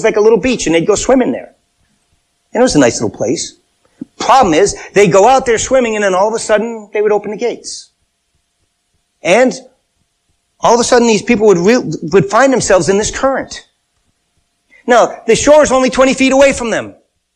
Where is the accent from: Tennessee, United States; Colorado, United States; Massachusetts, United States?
Massachusetts, United States; Wilbraham; where I grew up in Wilbraham, upstream from where I was, because I grew up along this river